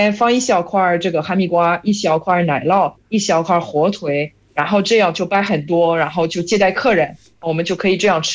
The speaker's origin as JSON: {"language": "Chinese", "region": "central France", "country": "France", "second_language": "Chinese", "moved": "as an adult", "said": "但法国，其实可能法国南部也是有西瓜，但我是来自中部吧，可以说就是西边。我们那边的这个气候不允许我们的那个种西瓜的。"}